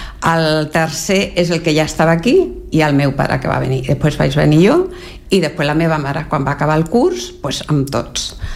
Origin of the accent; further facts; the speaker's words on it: Puente Genil, Andalusia, Spain; born there; dos barris, un que és d'on jo vaig néixer, que abans pertanyia a Sevilla, que es diu Miragenil. I jo vaig néixer a Miragenil.